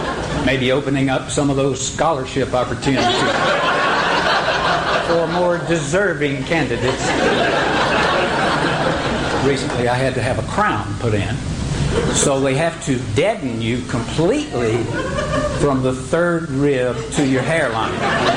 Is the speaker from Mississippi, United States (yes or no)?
yes; Mississippi, United States; also born or lived in Los Angeles; now in Louisville, United States; Having been born and raised in Mississippi and currently living in the quaint river town of Louisville, Kentucky.